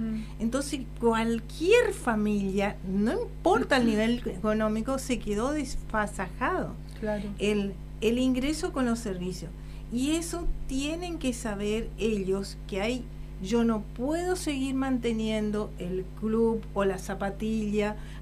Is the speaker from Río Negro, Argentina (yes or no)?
no; Puerto Rico, Misiones, Argentina; now in Posadas, Argentina; quiero recordar mi pueblo, Puerto Rico.